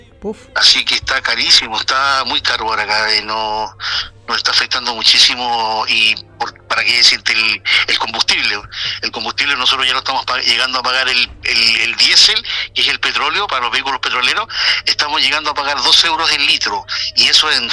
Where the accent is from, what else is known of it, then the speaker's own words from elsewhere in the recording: Chile; la forma de que nosotros como chilenos celebramos nuestras fiestas